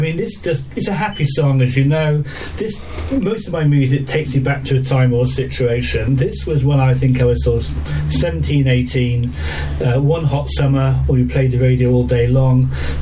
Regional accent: Cheltenham, South West England, United Kingdom; Cheltenham, my hometown, where I was born, when I went to school

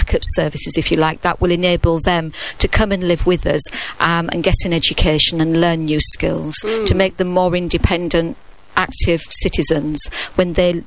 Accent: Hull, Yorkshire and the Humber, United Kingdom; I grew up in Hull. This song transports me back to school discos

